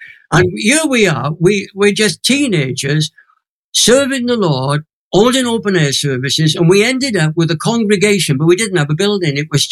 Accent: Crosskeys, Wales, United Kingdom; So I grew up in a mining village in Wales called Crosskeys. So I'm a Welsh Valley hardened Pentecostal by upbringing.

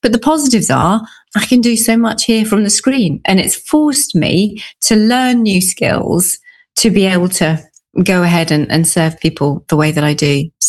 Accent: Jersey; Jersey's the biggest, and we are our own self-governing place.

